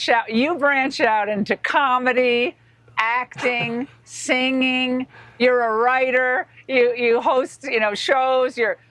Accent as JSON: {"language": "English", "region": "Connecticut", "country": "United States", "said": "I've always been kind of a Brady fan because I'm from Connecticut."}